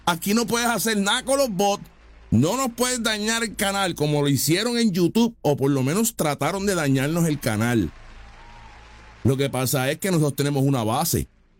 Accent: Puerto Rico; nosotros somos puertorriqueños, somos magas, somos conservadores, somos de derecha, somos estadistas y somos pro Estados Unidos.

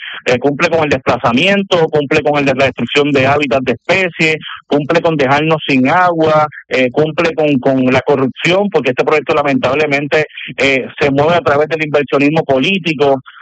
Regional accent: Puerto Rico

